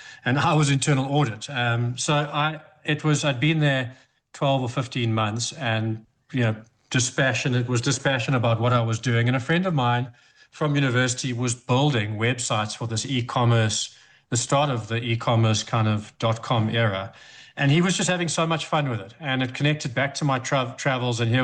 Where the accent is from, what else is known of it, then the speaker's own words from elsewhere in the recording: Cape Town, Western Cape, South Africa; So I was born and bred in Cape Town. I went to high school at St. Stithians and then went to UCT for university.